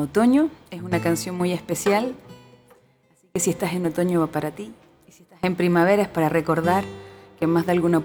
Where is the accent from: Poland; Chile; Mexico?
Chile; Igual volver a Chile y conectar con lo creativo también es lindo porque nosotras somos chilenas y ese es nuestro lenguaje.